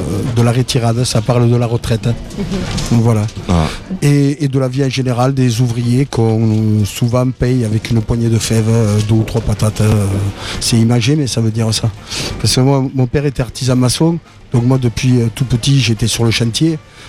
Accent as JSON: {"language": "French", "town": "Béziers", "region": "Occitanie", "country": "France", "first_language": "ca", "said": "ma première langue que j'ai entendue, c'était le catalan. Donc voilà. Après, en français, parce que bon, par la force des choses, il a fallu qu'on parle français."}